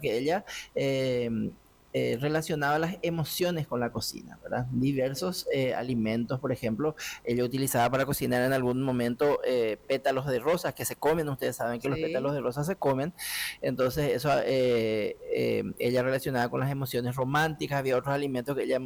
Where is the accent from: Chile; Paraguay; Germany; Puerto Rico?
Paraguay; Eso somos expertos los paraguayos en hacer infusiones